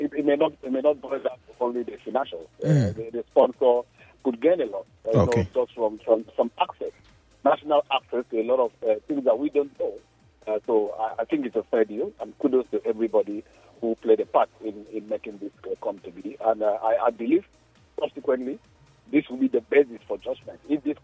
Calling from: Port Harcourt, Rivers, Nigeria; I'm calling from Port Harcourt.

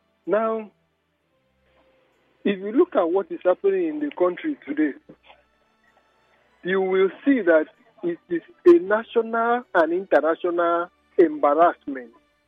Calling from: Umudara, Nigeria; I'm calling you from Umudara.

